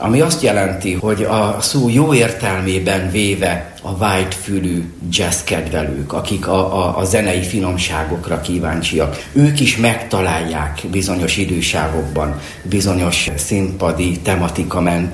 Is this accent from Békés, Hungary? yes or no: no; Debrecen, Hajdú-Bihar, Hungary; born there; itt nőttem fel a Boris Jazz napokon